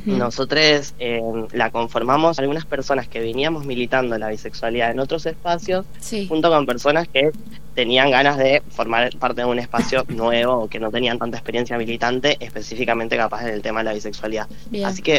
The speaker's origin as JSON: {"language": "Spanish", "region": "Mendoza", "country": "Argentina", "tie": "born or raised there", "moved": "as an adult", "said": "soy de acá, viví en Mendoza hasta los 18 años y tengo 27."}